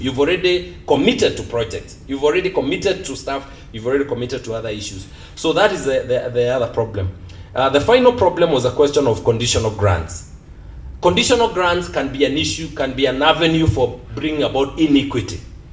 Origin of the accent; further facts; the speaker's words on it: Kenya; But I think as Kenyan scholars, as Kenyan intellectuals, as Kenyan professionals